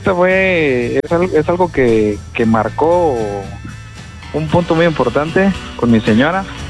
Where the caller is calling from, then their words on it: Mexico City, Mexico; De aquí de la Ciudad de México.